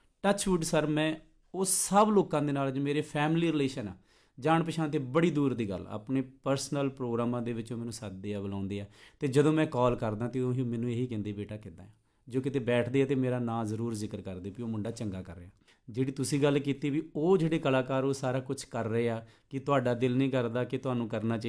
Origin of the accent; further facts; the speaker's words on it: Punjab, India; ਮੈਂ ਤਰਨ ਤਾਰਨ ਜ਼ਿਲ੍ਹੇ ਦਾ, ਉਹ ਬਿਲਕੁਲ ਬਾਰਡਰ 'ਤੇ ਸਾਡਾ ਪਿੰਡ ਆ, ਹੈ ਨਾ